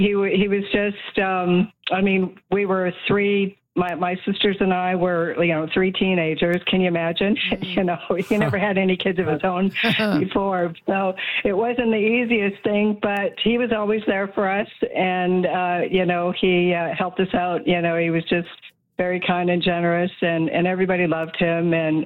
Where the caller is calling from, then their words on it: Edmonton, Alberta, Canada; Yes. Edmonton.